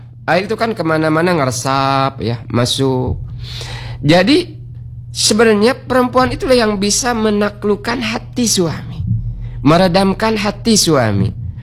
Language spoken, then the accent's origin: Indonesian; Bangka Belitung Islands, Indonesia; Tak retak kata kita orang Bangka.